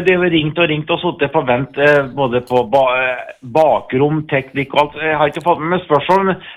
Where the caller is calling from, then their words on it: Lillehammer, Innlandet, Norway; og jeg kommer fra Lillehammer.